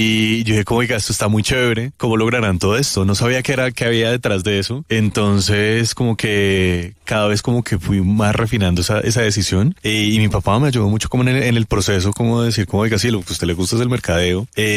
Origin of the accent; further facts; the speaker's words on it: Bogotá, Colombia; Súper Rolo, que es lo que vendría siendo cachaco, con papás, abuelos y todo, muy bogotano.